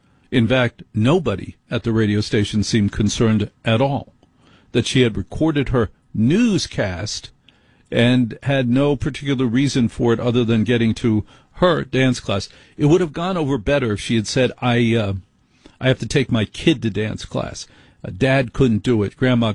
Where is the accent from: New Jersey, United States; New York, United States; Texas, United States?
New Jersey, United States